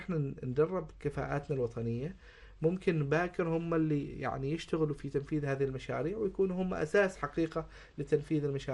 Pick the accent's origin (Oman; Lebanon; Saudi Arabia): Oman; كانت عندنا فرصة كبيرة في أسبوع عمان للاستدامة للترويج للمشاريع اللي موجودة عندنا في سلطنة عمان